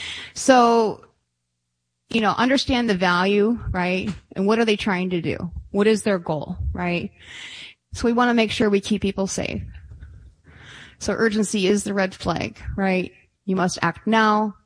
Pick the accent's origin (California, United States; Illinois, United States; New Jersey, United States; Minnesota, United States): Minnesota, United States; I grew up in Minnesota